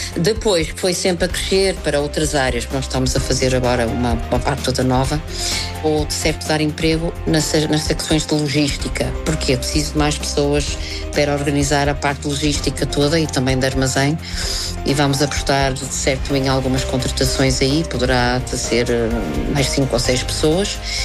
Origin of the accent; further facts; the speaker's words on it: South Africa; now in Portugal; Eu sou sul-africana, portanto eu estou em Portugal há 32 anos, que adoro Portugal e considero Portugal a minha casa, não é?